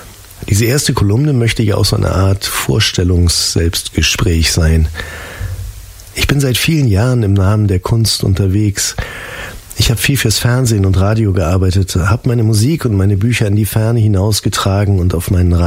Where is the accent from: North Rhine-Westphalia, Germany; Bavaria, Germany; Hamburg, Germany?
Hamburg, Germany; Ich bin kein Bayerischer, kein Münchner, sondern ein echter Hamburger Jung. Ich bin hier oben im Norden geboren und hängen geblieben.